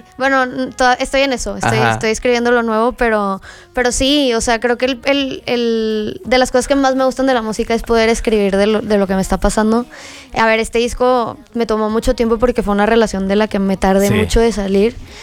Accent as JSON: {"language": "Spanish", "town": "Monterrey", "region": "Nuevo León", "country": "Mexico", "said": "Soy de Monterrey"}